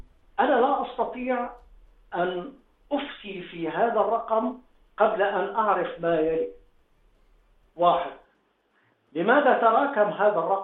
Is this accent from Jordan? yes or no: yes; Jordan; احنا كاردنيين